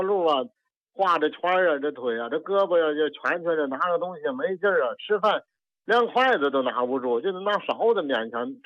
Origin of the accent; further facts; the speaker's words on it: Tianjin, China; 我是天津的，今年呢76了，